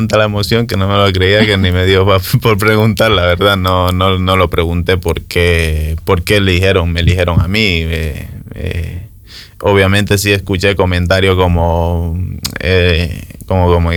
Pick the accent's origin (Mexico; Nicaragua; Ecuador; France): Ecuador; moved away as an adult; now in Burgos, Spain; Yo soy ecuatoriano, yo la aprendí en Ecuador desde los 18 años.